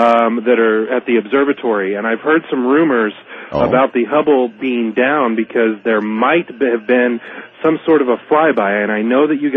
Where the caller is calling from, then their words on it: Big Island, Hawaii, United States; I'm calling from the Big Island in Hawaii.